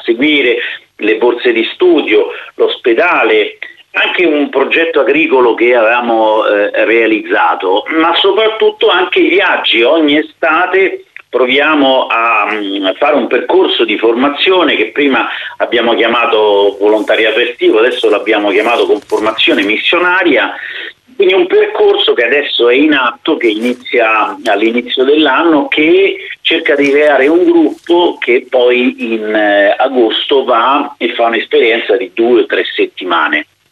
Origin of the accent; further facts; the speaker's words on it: Rome, Lazio, Italy; born there; also born or lived in Malawi; Io mi trovo nella parrocchia di Selva Candida, sono parroco, ma sono nel comune di Roma, sono nato a Roma.